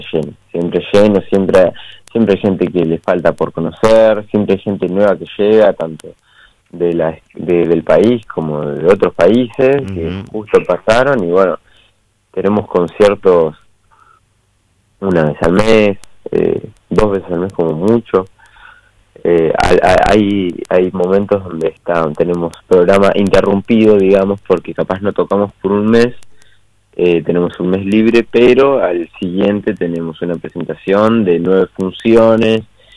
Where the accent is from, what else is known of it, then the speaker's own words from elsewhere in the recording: southern Argentina, Argentina; moved away as an adult; now in Buenos Aires, Argentina; Yo soy de acá, yo soy nacido … nacido y criado.